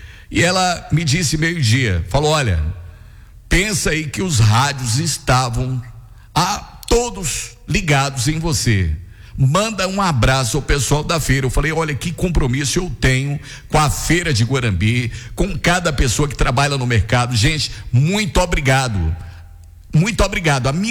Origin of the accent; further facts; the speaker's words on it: Guanambi, Bahia, Brazil; nós somos de Guanabí